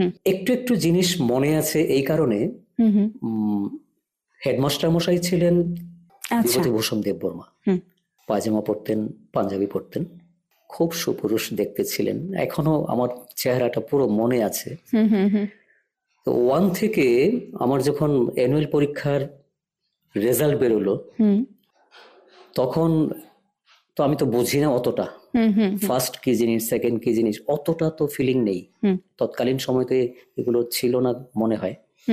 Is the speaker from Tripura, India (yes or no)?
yes; Agartala, Tripura, India; আমার জন্ম আগরতলাতেই। ছোটবেলা তো স্বাভাবিকভাবেই আগরতলাতেই কেটেছে, এখনো কাটছে, এত যে বয়স হয়েছে।